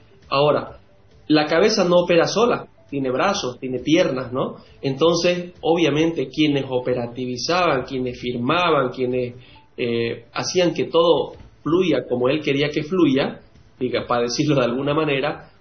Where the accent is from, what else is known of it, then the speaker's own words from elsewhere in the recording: Santa Cruz, Bolivia; los cruceños nos hemos acordado con un montón de deudas por pagar